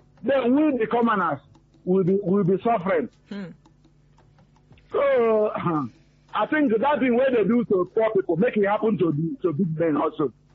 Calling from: Elebu, Nigeria; I'm calling from Elebu.

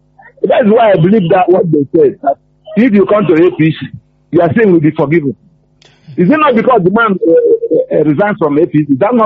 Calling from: Nigeria; I'm calling from Elebo.

